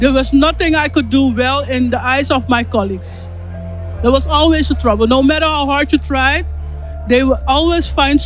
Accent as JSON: {"language": "English", "country": "Netherlands", "said": "I'm from the Netherlands."}